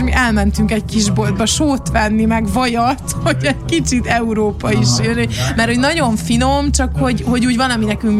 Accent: Hungary; hogy akkor én Ungriából jöttem, Magyarországról

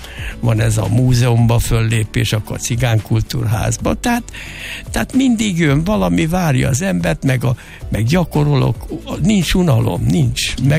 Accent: Kalocsa, Bács-Kiskun, Hungary; Én olyan millióban nőttem föl, édesanyám is nagyon vallásos volt, főleg anyám. És Kalocsa, hát nem kell mondani, az volt a Fellegvár, a kalocsai érsekség, ugye?

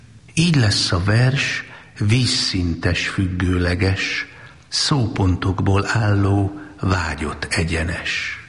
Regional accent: Szolnok, Jász-Nagykun-Szolnok, Hungary; moved away as an adult; én szolnoki vagyok

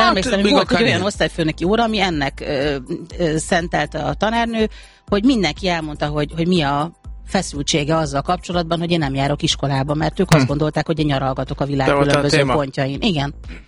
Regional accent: Pécs, Baranya, Hungary; És igen, és ráadásul én ugye pécsiként, a Pécsi klubban

